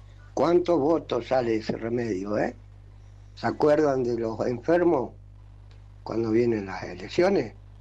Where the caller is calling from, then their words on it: Venado Tuerto, Santa Fe, Argentina; acá en Venado Tuerto